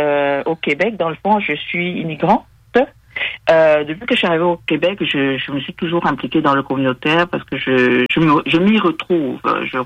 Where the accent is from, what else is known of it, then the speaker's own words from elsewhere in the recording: Cameroon; Je suis originaire du Cameroun.